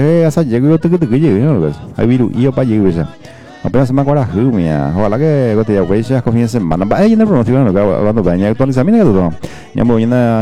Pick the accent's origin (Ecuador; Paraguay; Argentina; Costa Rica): Paraguay; identificado como buen paraguayo y paraguaya que somos